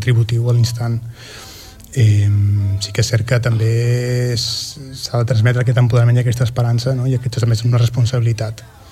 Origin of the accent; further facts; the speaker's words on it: Girona, Catalonia, Spain; moved away as an adult; also born or lived in Barcelona; Jo sóc de Girona